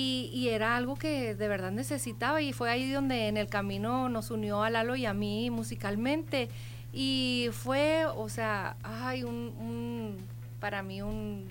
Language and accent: Spanish; Sonora, Mexico; Pero como buena sonorense, yo me defendía.